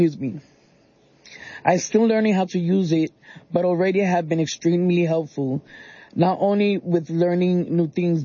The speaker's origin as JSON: {"language": "English", "town": "New York City", "region": "New York", "country": "United States", "tie": "born or raised there", "said": "I'm born and raised in New York City. I've been living in this building since 2013."}